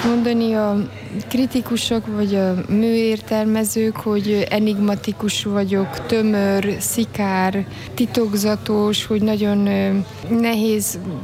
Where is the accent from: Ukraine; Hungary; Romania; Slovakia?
Romania; Moldavia; Moldvába születtem, Románia keleti részén. Egy magyar, katolikus magyar parasztfaluban nőttem föl.